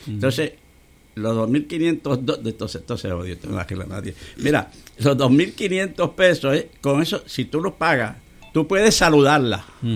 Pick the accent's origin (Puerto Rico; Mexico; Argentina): Puerto Rico; Yo soy puertorriqueño